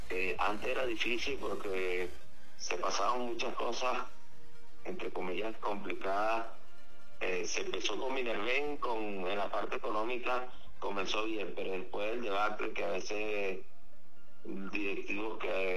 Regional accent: Carabobo, Venezuela; Yo soy carabobeño, pero aquí fue donde yo nací mi carrera

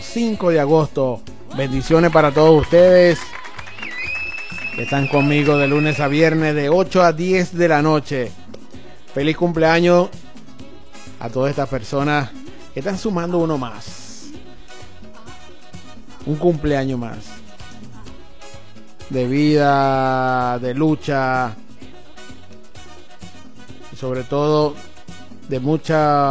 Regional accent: Venezuela; así somos los venezolanos.

